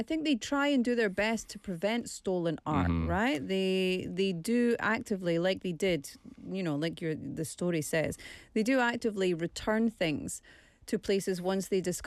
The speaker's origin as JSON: {"language": "English", "country": "United Kingdom", "said": "I can say that because I'm British."}